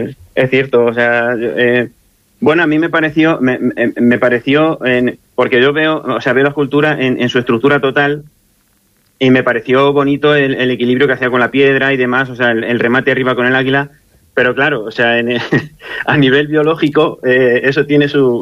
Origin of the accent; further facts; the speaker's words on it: Talavera de la Reina, Castilla-La Mancha, Spain; born there; moved away as an adult; now in Cuevas del Valle, Spain; Sí, yo nací en Talavera. Uh-huh. Por parte de mi familia paterna, de Talavera, y familia materna de aquí de Cuevas, o sea, de la sierra. Y entonces, a la hora de establecerme, pues decidí establecerme aquí.